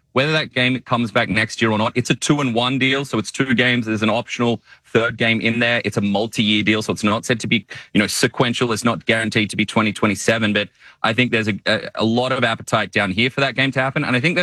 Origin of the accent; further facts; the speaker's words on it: Sydney, New South Wales, Australia; And look, I'm not a Melburnian. I come from New South Wales. I'm a Sydney sider, true and true.